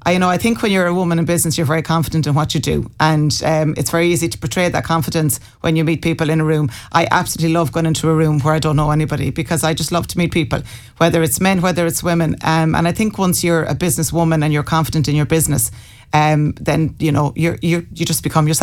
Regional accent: Mayo, Connacht, Ireland

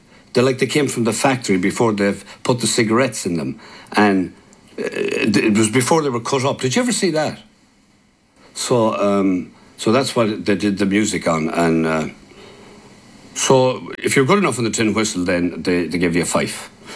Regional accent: Castlebar, Connacht, Ireland; born or raised there

